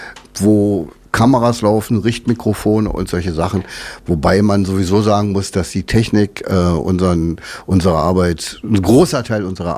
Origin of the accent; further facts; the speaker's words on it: Berlin, Germany; Also ich bin in Berlin aufgewachsen